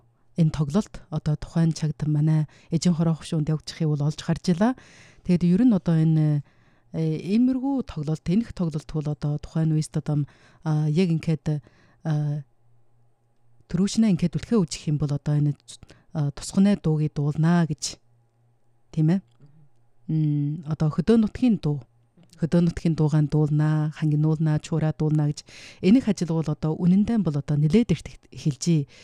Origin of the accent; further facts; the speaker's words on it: Ordos, Inner Mongolia, China; манай Ордос хотод